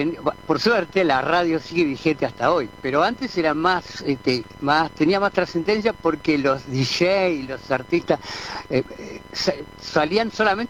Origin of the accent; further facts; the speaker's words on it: La Plata, Buenos Aires Province, Argentina; born there; also born or lived in General Madariaga; yo viví mucho tiempo en La Plata, no sé, nací en La Plata y también en General Madariaga